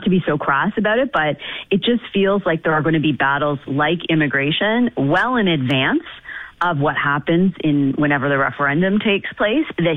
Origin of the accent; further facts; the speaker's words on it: Canada; Maybe a little troubling as a Canadian.